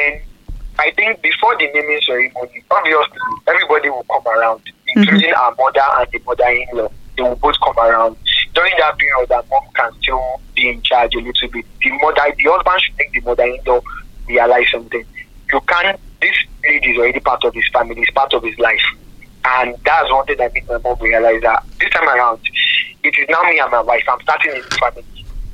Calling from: Ibadan, Oyo, Nigeria; I'm calling from Makala Express.

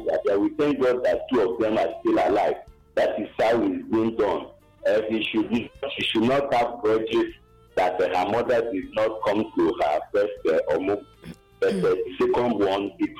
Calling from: Enugu State, Nigeria; I'm calling from Ababani, Kenugu.

